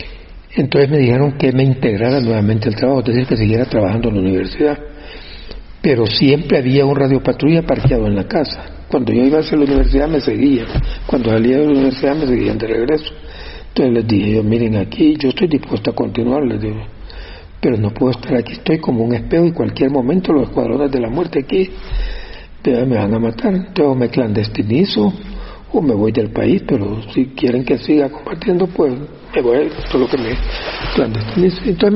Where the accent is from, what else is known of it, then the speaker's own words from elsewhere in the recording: El Salvador; yo me había educado en mi pueblo, un puerto, en instituciones públicas. Mi papá era médico también, entonces, digamos, tenía algunas comodidades y recursos que otra gente no tenía, sobre todo ahí en El Salvador.